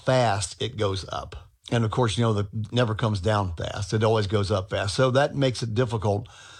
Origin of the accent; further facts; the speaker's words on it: United States; No, it's not going to influence my vote at all. I'm an American first before I'm anything else.